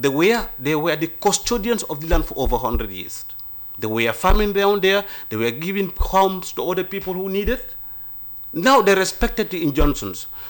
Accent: Gambia; I'm from Nyanija

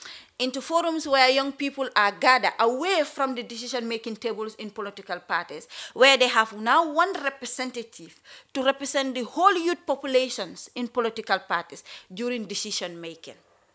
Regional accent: Gambia; We want to be proud to say we are from Gambia

